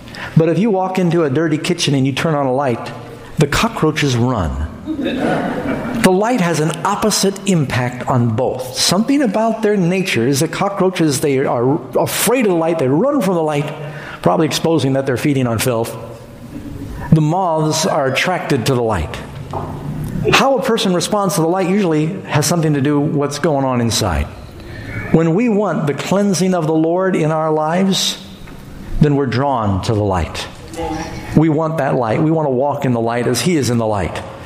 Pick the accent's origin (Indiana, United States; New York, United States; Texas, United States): New York, United States; New York City; moved away; I grew up in New York City taking a bus and a subway.